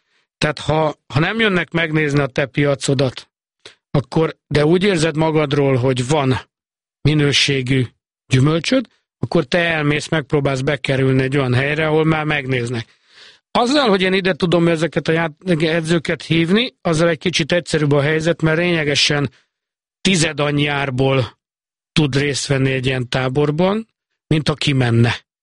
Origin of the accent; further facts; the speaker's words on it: Hungary; Magyarországról jöttem, mert ugyanaz a melegítő van rajtam, ami rajtuk. Legfeljebb az akcentusomon érződik, hogy nekem nem tanult nyelvem.